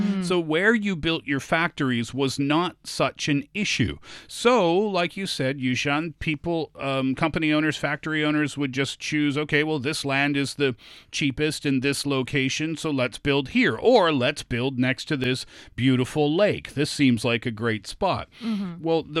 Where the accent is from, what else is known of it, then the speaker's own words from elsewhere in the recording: Canada; delicious. I'm Canadian.